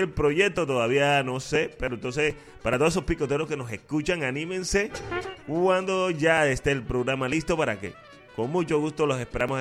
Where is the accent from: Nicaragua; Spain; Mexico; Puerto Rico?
Puerto Rico; Mayagüez; soy de aquí de Mayagüez, si no lo sabían.